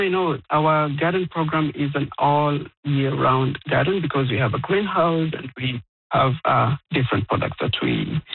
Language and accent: English; Kenya; moved away as an adult; now in Cape Breton, Canada; I'm from Kenya.